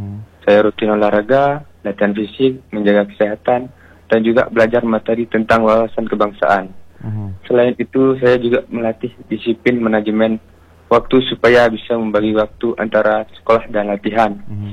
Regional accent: Aceh, Indonesia; berasal dari Dede Bukti, Kecamatan Sukamakmur, Aceh Besar. Saat ini saya sekolah di Sekolah Rakyat Menengah Atas 1 Aceh Besar dan duduk di kelas 10.

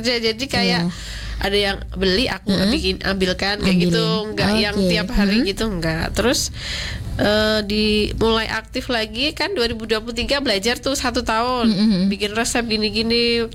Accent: Klaten, Central Java, Indonesia; moved away; Jadi aku aslinya bukan Palembang ya. Aku aslinya Klaten, Jawa Tengah

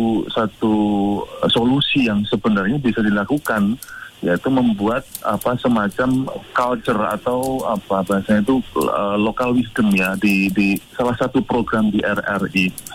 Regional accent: Yogyakarta, Special Region of Yogyakarta, Indonesia; karena saya dari Jogja ya

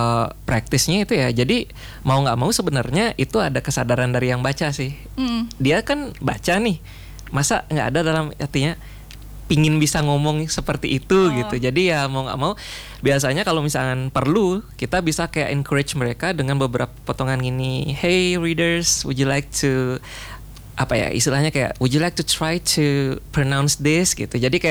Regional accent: Singaraja, Bali, Indonesia; also born or lived in Denpasar; saya asli Singaraja kak. Tapi lahir di Denpasar. Jadi kalau misalkan pakai bahasa Bali halus udah biasa nih di Bali daerah selatan.

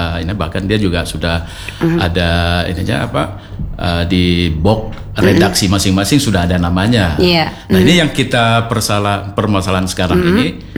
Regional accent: Banda Aceh, Aceh, Indonesia; Contoh kayak saya nih kan, saya dari Banda Aceh ya.

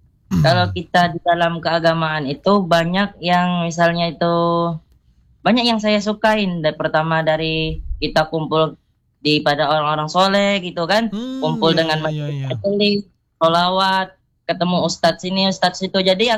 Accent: Toboali, Bangka Belitung Islands, Indonesia; Jadi aktif aku di kampung aku tuh jadi muazin di masjid itu. Di mana kampungnya? Di Toboali, Kampung Teladan.

